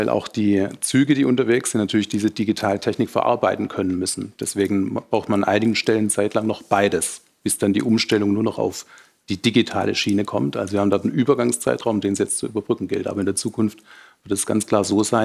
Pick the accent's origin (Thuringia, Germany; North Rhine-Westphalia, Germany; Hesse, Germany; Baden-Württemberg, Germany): Baden-Württemberg, Germany; Wir haben leider mit Stuttgart 21, kommen wir aus der Region Stuttgart 1, so ein Beispiel